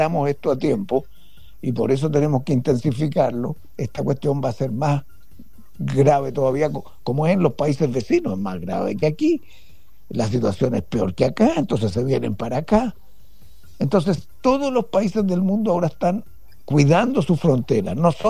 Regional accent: Chile; mi preocupación como chileno hoy día

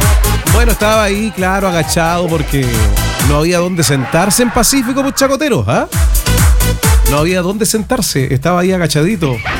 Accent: Antofagasta, Chile; born there; para quienes nacimos en Antofagasta, es Antofagasta, es el CDA. Por ende, no podría, yo en lo personal no podría apoyar a la Universidad de Chile porque soy antofagastino.

